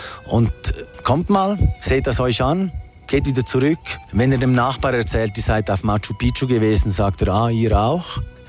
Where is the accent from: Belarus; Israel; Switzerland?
Switzerland; moved away as an adult; now in Sucre, Bolivia; Ich bin Schweizer, bin Bolivianer geworden, weil ich verheiratet bin mit einer Bolivianerin, die ich vor 26 Jahren hier kennengelernt habe in Bolivien. Ich wohne jetzt seit 15 Jahren hier in Sucre